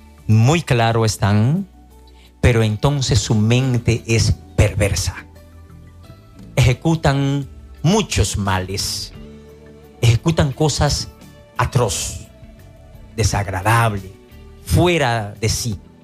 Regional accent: Moca, Espaillat, Dominican Republic; Gracias, Moca. Gracias, mi pueblo mocano.

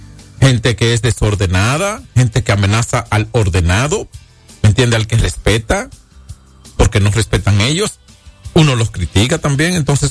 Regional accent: Dominican Republic

